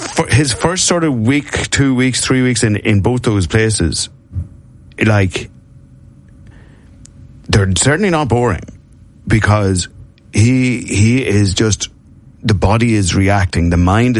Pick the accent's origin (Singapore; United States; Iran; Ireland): Ireland; Ulster; I cared about boxing a bit because I was from Monaghan and Barry McGuigan was world champion